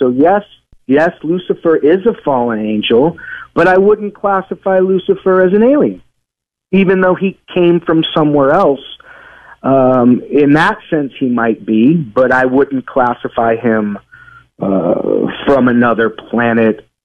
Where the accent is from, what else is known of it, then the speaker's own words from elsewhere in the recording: Kankakee, Illinois, United States; born there; It's referred to now as Bourbonus or Bourbon A, but yes, I was born in Kankakee.